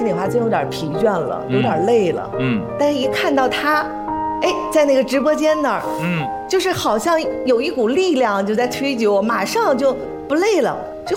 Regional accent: Shenyang, Liaoning, China; 因为我是沈阳人啊

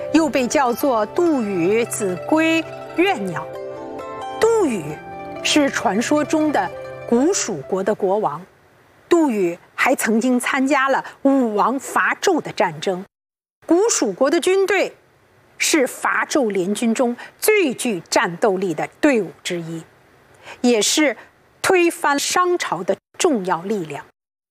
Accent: China

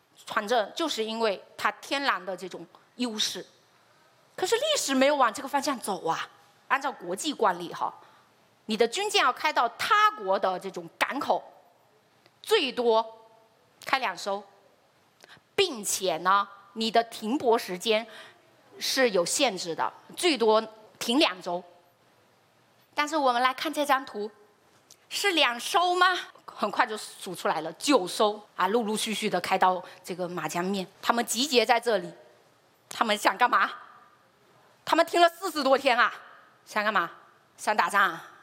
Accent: Fujian, China; 我们闽人

